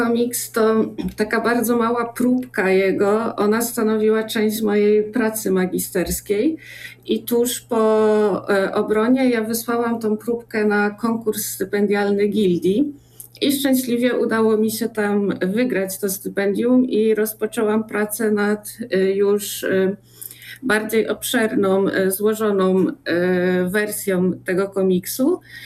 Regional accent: Subcarpathian Voivodeship, Poland; moved away as an adult; now in Kraków, Poland; ja wywodzę się ze środowiska, które nie jest w żaden sposób artystyczne, z mniejszej miejscowości, ze wsi niedaleko Dębicy, Tarnowa na Podkarpaciu.

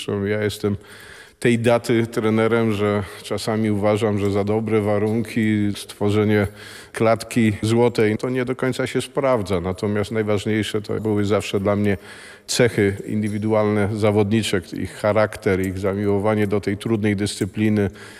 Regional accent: Kraków, Lesser Poland, Poland; moved away as an adult; now in Tarnobrzeg, Poland; jestem z Krakowa

